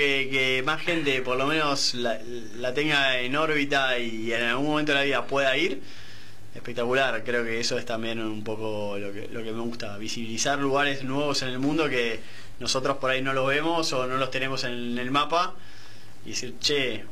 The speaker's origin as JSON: {"language": "Spanish", "country": "Argentina", "said": "Nosotros normalizamos Argentina, pues somos argentinos"}